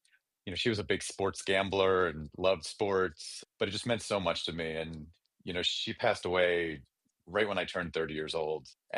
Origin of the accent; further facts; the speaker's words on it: Pittsburgh, Pennsylvania, United States; I moved to Pittsburgh when I was 5 years old and, spent most of my childhood living with my mom, just the two of us.